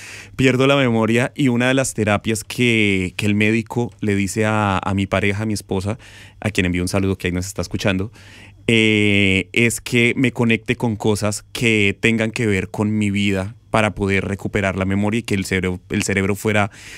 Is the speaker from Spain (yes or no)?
no; Colombia; Colombiano.